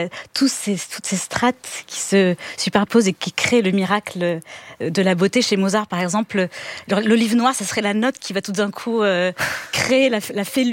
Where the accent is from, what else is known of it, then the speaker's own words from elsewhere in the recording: Monaco; born there; Alors, je suis née à Monaco.